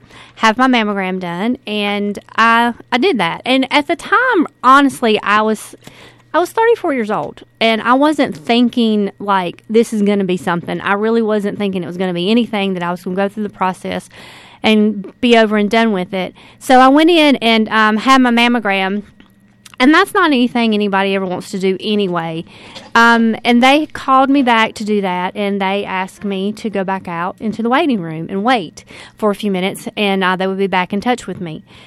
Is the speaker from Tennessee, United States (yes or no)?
yes; White Pine, Tennessee, United States; White Pine, my hometown